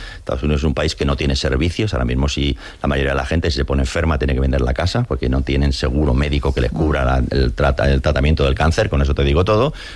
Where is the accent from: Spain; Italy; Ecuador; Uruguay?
Spain; moved away as an adult; now in United States; Sí, soy más español que nunca, porque yo nunca me considero español.